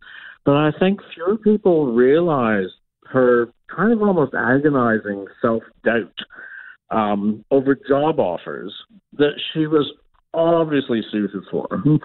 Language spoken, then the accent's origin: English; Toronto, Ontario, Canada; my hometown of Toronto.